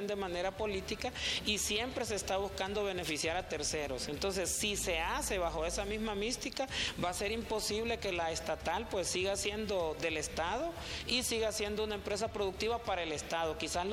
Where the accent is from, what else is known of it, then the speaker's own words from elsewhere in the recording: Honduras; por lo que conozcamos nosotros como hondureños